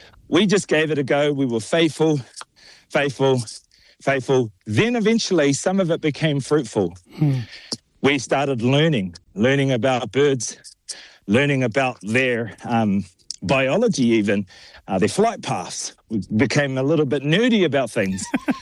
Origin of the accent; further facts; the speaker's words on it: Auckland, New Zealand; Growing up in Auckland City, you're more susceptible to the city life and the hustle and bustle, the dark alleyways, the streets.